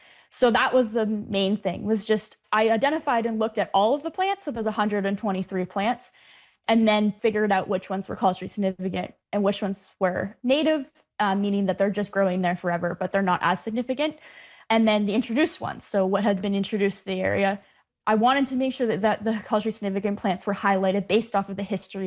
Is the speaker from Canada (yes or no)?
yes; Ontario, Canada; I grew up on Georgian Bay, and I've always been connected to land.